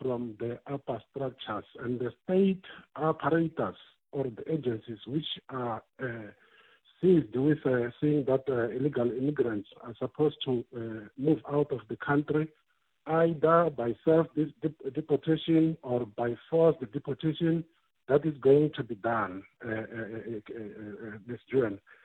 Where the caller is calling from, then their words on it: Giyani, Limpopo, South Africa; the other tribal groups, such as mine, which are Mishitsoga speaking person, and Tsonga from Giani